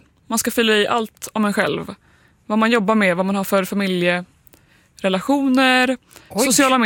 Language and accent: Swedish; Sweden; som svensk